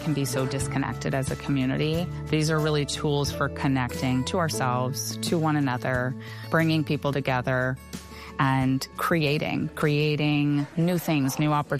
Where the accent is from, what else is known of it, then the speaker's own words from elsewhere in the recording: San Francisco, California, United States; I spent a lot of time growing up in San Francisco as well